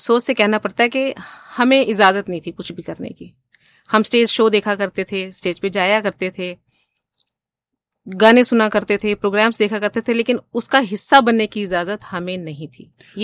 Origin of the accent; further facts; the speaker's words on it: Chandigarh, India; मेरा जन्म चंडीगढ़ में ही हुआ और चंडीगढ़ में ही शिक्षा दीक्षा हुई। बहुत ही खूबसूरत माहौल हुआ करता था चंडीगढ़ का उन दिनों, आज तो बहुत ज़्यादा रश हो गया। उन दिनों बहुत शांत सड़कें हुआ करती थी, झील का किनारा हुआ करता था शांत।